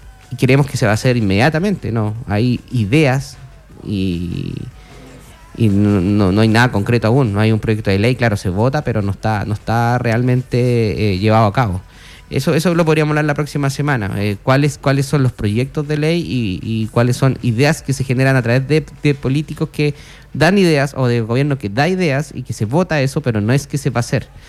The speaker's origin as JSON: {"language": "Spanish", "country": "Chile", "said": "yo vengo de la Pola donde mi entorno está lleno de droga. Personalmente lo digo, soy totalmente abierto. El entorno de donde yo vivía, había mucha gente que traficaba, tenía soldados en la esquina."}